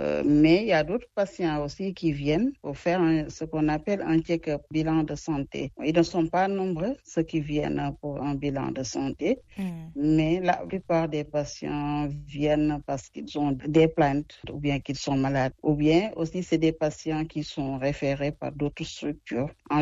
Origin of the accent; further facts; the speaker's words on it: Senegal; Mais ici, chez nous au Sénégal